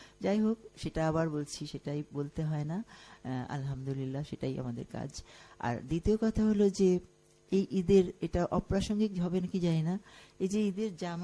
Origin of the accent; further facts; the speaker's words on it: Dhaka, Dhaka Division, Bangladesh; আমরা ইস্কাটন গার্ডেন কলোনিতে মানুষ হয়েছি